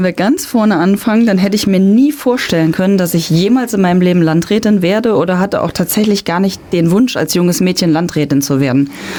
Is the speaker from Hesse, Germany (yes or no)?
yes; Hesse, Germany; Und dann habe ich hier im wunderschönen Werra-Meißner-Kreis, wo ich herkomme, endlich ein Haus gebaut.